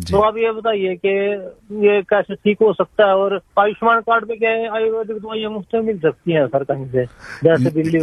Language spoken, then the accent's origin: Hindi; Khukhni, Haryana, India; हरियाणा से बोल रहा हूँ मैं। मेरा गांव खुखनिया डिस्ट्रिक्ट करनाल है जी।